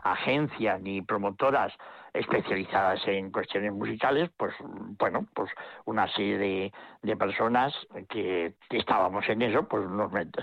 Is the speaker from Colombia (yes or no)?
no; Vitoria, Basque Country, Spain; yo soy de Vitoria